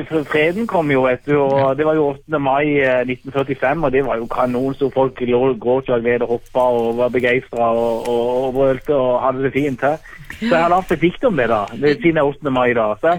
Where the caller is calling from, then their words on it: Kristiansand, Agder, Norway; Jeg kommer fra Kristiansand.